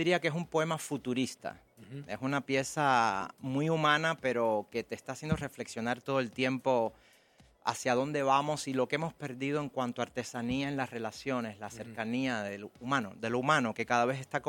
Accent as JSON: {"language": "Spanish", "country": "Peru", "said": "Y el resto peruanos, sí, la mayoría somos peruanos. Y yo que soy de varios lugares."}